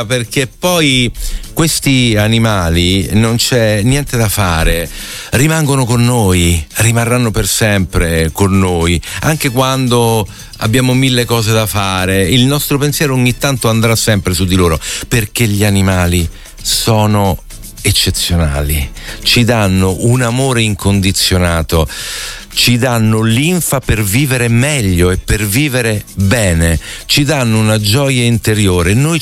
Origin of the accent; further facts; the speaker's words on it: Rieti, Lazio, Italy; Buongiorno, sono di Rieti, ho 65 anni, appassionata di musica